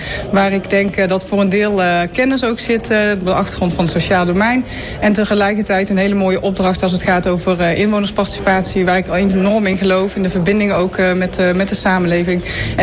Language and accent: Dutch; North Brabant, Netherlands; moved away as an adult; now in Doetinchem, Netherlands; Ik kom oorspronkelijk uit Brabant, wat me wellicht te horen is. En ik ben voor de liefde naar de Achterhoek verhuisd en ook hier verliefd op de streek geworden.